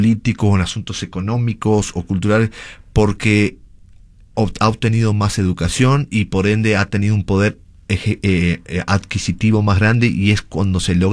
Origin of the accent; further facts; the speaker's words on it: Uruguay; accent: sudamericano; moved away; yo soy de Uruguay, pero es un acento muy similar al argentino también.